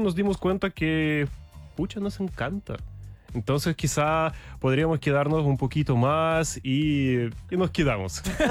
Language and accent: Spanish; Russia; Spanish is a second language; moved away as an adult; now in Chile; nosotros, como los rusos